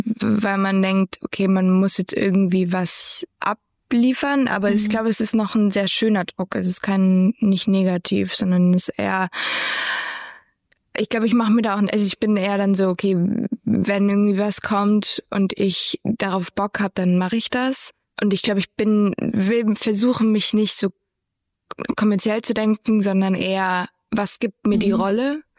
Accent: Germany

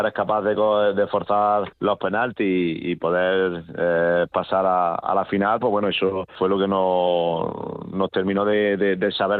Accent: Jaén, Andalusia, Spain; y yo que soy de Jaén, pues muchísimo más. Sales por la calle y ves tantas camisetas amarillas, porque bueno, todo el mundo le gusta salir y lucir su camiseta, y más con orgullo, pues la verdad que para todo un jienense como yo, pues es increíble.

